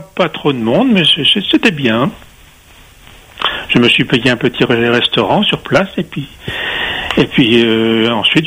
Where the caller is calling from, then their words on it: La Possession, Réunion; j'habite à La Possession.